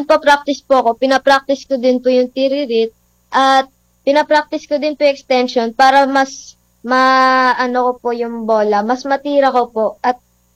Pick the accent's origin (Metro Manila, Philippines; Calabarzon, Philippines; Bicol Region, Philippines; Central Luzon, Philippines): Central Luzon, Philippines; Meycauayan; Mikawayan, Bulacan.